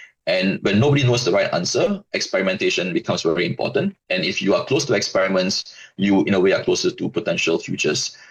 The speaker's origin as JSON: {"language": "English", "country": "Malaysia", "said": "Personally, as a Malaysian, I thought it was quite cool. And I'm a Malaysian who's been working in technology and following the technology space and innovation space for like 2 decades over my career."}